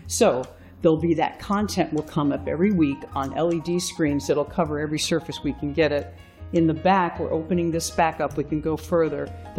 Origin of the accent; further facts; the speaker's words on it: the South, United States; When I was growing up in the South